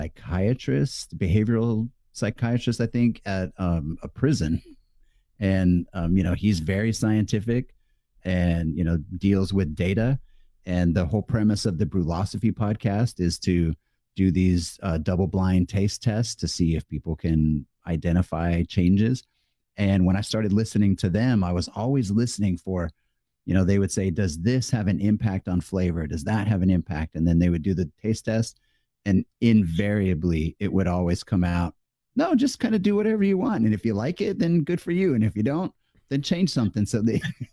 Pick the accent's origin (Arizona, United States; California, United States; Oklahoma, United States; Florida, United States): Arizona, United States; I grew up in Arizona, and there was a lot of mesquite used around there, whether it was when we would go camping, whether it was at the barbecue outside.